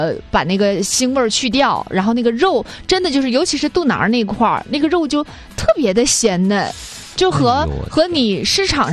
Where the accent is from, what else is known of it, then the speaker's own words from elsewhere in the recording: Yanbian, Jilin, China; moved away; 我们老家银边那面的